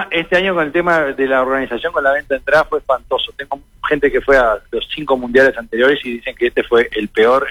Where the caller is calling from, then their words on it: Uruguay; ¿somos uruguayos o no?